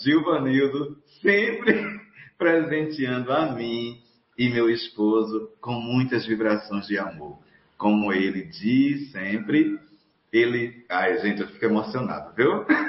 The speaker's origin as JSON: {"language": "Portuguese", "region": "Northeast Brazil", "country": "Brazil", "said": "Eu sou nordestino, mas levo cuscuz para todo lugar."}